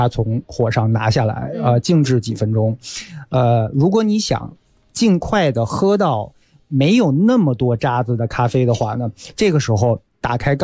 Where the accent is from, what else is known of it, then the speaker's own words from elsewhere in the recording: China; 因为，我们中国人都知道铝的东西啊，用久了好像对身体不太好。